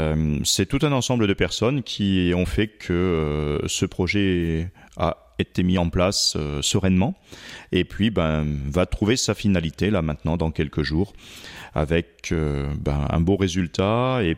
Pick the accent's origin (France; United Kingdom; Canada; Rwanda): France; Grand Est; now in northern France; Je suis aussi natif de la Meuse et toute ma famille, depuis plusieurs générations, est originaire du secteur de Benoît-de-Vaux. J'ai encore de la famille à Rouvroy-sur-Meuse, à Tilly, à Don-Severin également. Donc, je connais bien tout ce coin de la Meuse